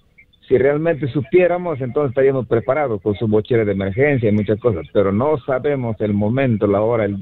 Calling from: Lima, Peru; Estoy llamando de Comas.

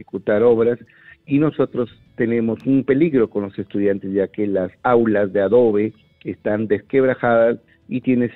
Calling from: Olmos, Lambayeque, Peru; de la región de Lambayeque, del distrito de Olmos, centro poblador Pueblito

